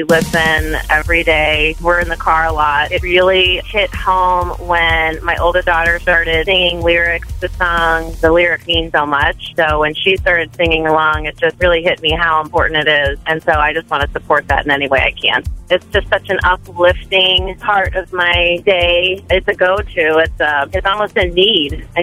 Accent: Powell, United States; I'm from Powell

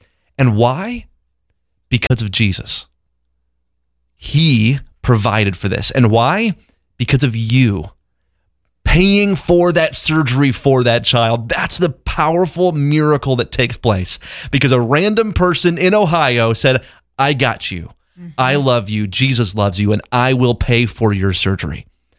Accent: Zimbabwe; moved away; I grew up in one in Zimbabwe. These are subsistence farming communities.

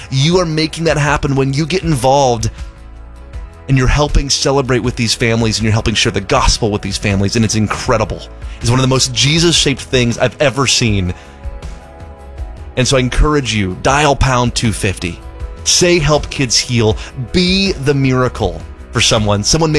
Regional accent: Zimbabwe; moved away; I grew up in Zimbabwe.

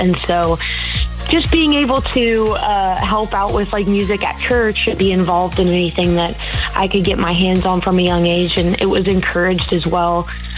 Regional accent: Chillicothe, Ohio, United States; also born or lived in Waverly; I grew up mainly in Chillicothe. I went to school in Waverly, but kind of in the middle of both of those cities.

